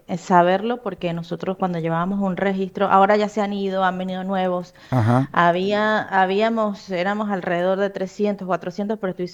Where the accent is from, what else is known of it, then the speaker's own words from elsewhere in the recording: Venezuela; now in Bahía Blanca, Argentina; En la ciudad de donde soy inicialmente, en Venezuela, no afectó el terremoto.